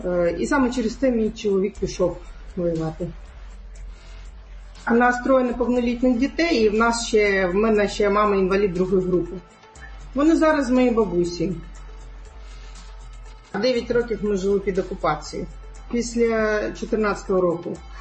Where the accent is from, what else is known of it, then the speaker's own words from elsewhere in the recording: Crimea, Ukraine; moved away as an adult; Я кримська татарка, ми мусульмані всі.